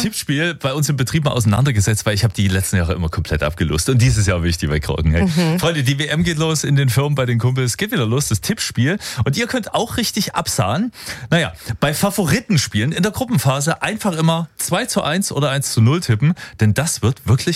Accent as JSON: {"language": "German", "country": "Germany", "said": "das tippen wir als Deutsche immer viel zu hoch"}